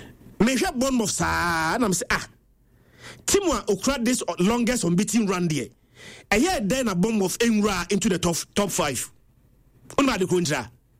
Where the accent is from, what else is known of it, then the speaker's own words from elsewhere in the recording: Ghana; And I am a Ghanaian and I'm expecting Semenyo to have a good game.